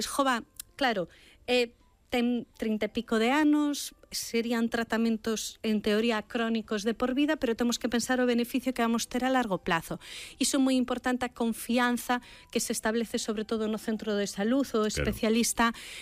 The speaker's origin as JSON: {"language": "Galician", "region": "Galicia", "country": "Spain", "said": "Vou che responder como moi galega."}